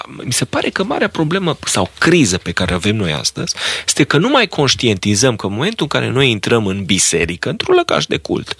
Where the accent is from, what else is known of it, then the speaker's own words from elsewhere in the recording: Romania; pentru că eu sunt român și așa mă consider ca un bun român și îmi iubesc neamul